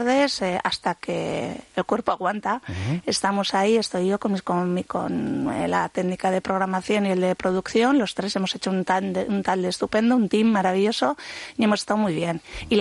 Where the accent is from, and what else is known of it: Bilbao, Basque Country, Spain